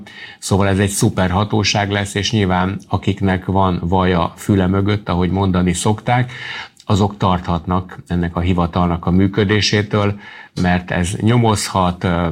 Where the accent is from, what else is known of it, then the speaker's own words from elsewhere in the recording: Budapest, Hungary; Egyébként ott nőttem fel, valóban az Orbágyi út beletorkolik az Istenhegyibe.